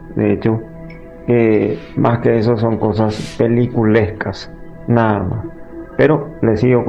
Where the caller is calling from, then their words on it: Asunción, Paraguay; Los escucho desde Asunción, Paraguay.